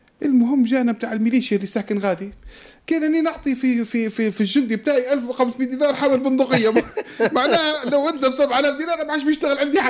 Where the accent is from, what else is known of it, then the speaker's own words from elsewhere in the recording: Libya; احنا ليبيين.